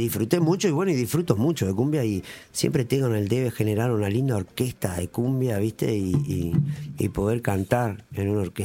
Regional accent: Salto, Uruguay; Es y salteña, porque se hace desde acá y yo soy de acá

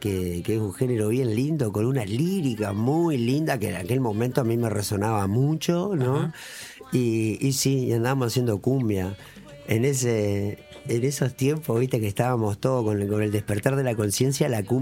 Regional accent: Salto, Uruguay; Es y salteña, porque se hace desde acá y yo soy de acá

